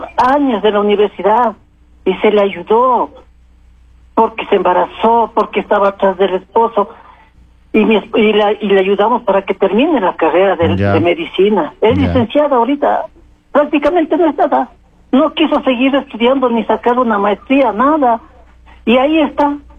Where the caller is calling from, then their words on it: Quito, Pichincha, Ecuador; Yo vivo en Calderón